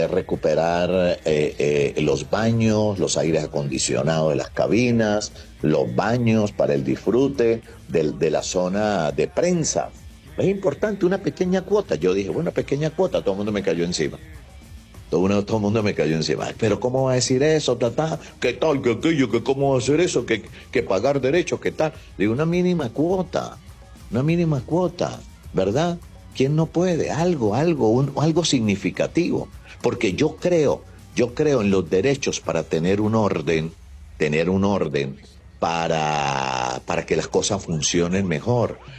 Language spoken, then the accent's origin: Spanish; Venezuela; Somos muy criollos, de Lara para acá, de Barquisimeto para acá, de la zona del Llano para acá